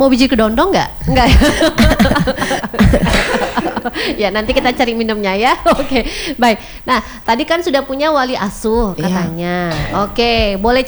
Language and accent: Indonesian; Medan, North Sumatra, Indonesia; kita orang Medan